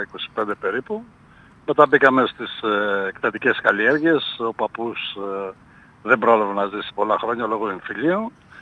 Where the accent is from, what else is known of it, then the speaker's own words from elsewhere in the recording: Thessaly, Greece; moved away as an adult; also born or lived in United States; σε ηλικία 30 ετών, επέστρεψα στο χωριό μου, το οποίο είναι 150 κατοίκων, ένα μικρό χωριό στα σύνορα της στερεάς Ελλάδας με τη Θεσσαλία. Ουσιαστικά είμαστε μέσα στο Θεσσαλικό κάμπο.